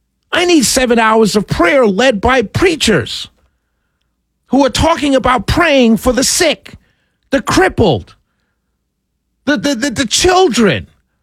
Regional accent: New York City, New York, United States; I grew up in St. James, in St. James Presbyterian Church in Harlem, New York, the greatest little village in the entire world.

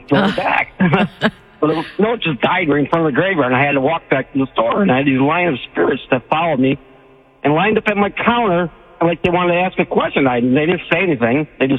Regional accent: New York, United States; now in Maui, United States; I'm calling from Maui, Hawaii.

